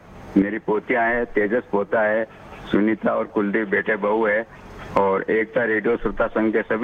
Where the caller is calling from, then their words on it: Udaipur, Rajasthan, India; उदयपुर राजस्थान से।